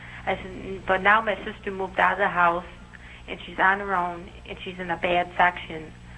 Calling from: Frankfort, New York, United States; Frankfurt, New York

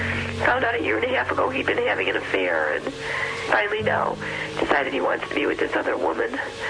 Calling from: Chicago, Illinois, United States; Chicago, Illinois.

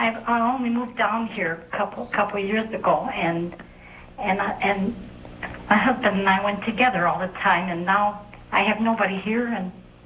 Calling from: Clearwater, Florida, United States; I'm calling from Clearwater, Florida.

